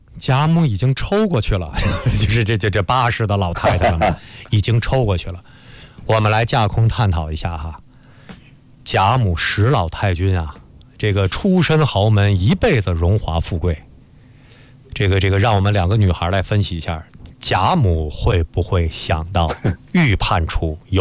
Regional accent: China; 我们中国人讲叫哀莫大于心死啊。

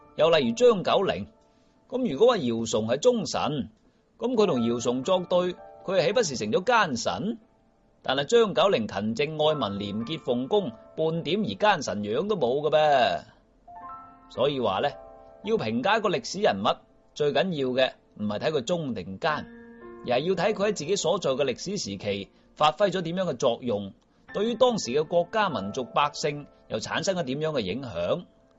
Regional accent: China; 我发现我哋中国人自古以嚟呢，对于朝廷嘅大臣啊，习惯咗一个所谓嘅中间议员格局

